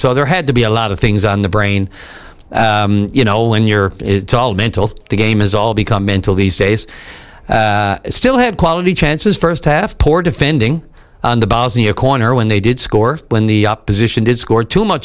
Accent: Newfoundland and Labrador, Canada; The Evans, longtime neighbors, friends of mine growing up in the West End.

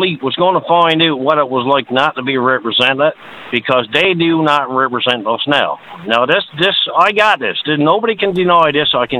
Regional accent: Port Saunders, Newfoundland and Labrador, Canada; from the West Coast of Newfoundland from Fort Saunders.

